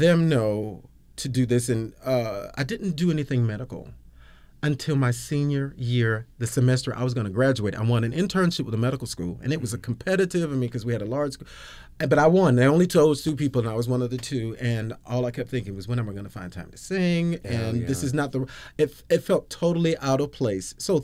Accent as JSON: {"language": "English", "region": "Georgia", "country": "United States", "said": "Okay, so I'm from Georgia. I had always been a musician."}